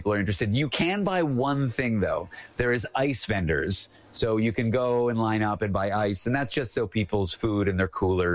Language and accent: English; Canada; And I said, George, I'm Canadian. I know who you are.